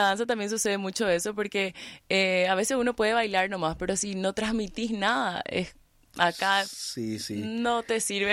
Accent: Santa Rita, Alto Paraná, Paraguay; moved away as an adult; now in Asunción, Paraguay; Yo soy oriunda de Santa Rita y hace como 3 años vine a Asunción

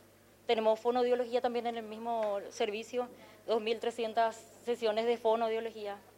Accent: Hohenau, Colonias Unidas, Itapúa, Paraguay; also born or lived in Asunción; now in Coronel Oviedo, Paraguay; Sí, yo sí, ya vivo acá en Coronel Oviedo, yo soy de Joinao, Colonia Unida. Sí, estoy por acá, ya viviendo.

